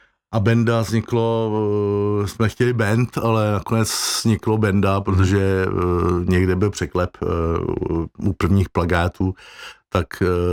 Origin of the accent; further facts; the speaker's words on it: Plzeň, Plzeň Region, Czechia; můj soused, přímý soused, kde jsem vyrůstal v Berlíně na Lochotině, tak byl kytarista Pepa Urlich.